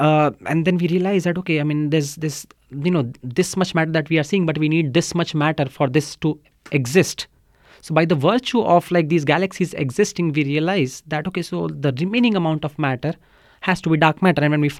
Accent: India; moved away; I grew up in India.

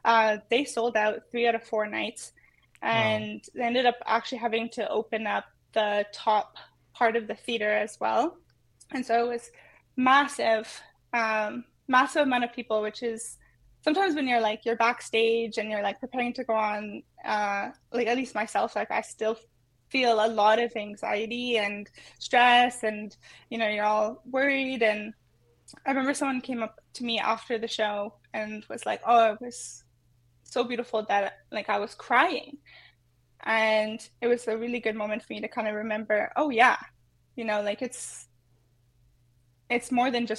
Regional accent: Ontario, Canada; I'm Korean Ojibwe from Sagamok Anishinaabek in Northern Ontario on my mom's side and Munchausen Cree Nation on my dad's.

